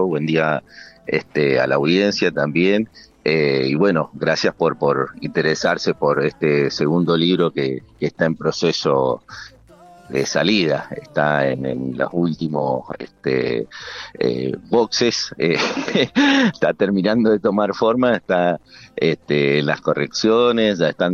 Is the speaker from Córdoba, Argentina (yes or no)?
no; Mendoza, Argentina; Creo que soy el único mendocino